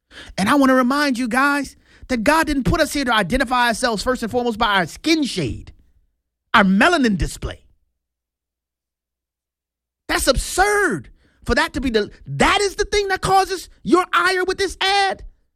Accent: New Orleans, Louisiana, United States; Like I said, I'm from New Orleans. When I was growing up in New Orleans was the murder capital of the world.

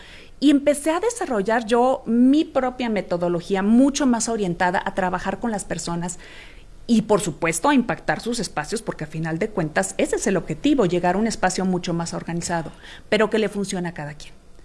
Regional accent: Sonora, Mexico; Sonorense.

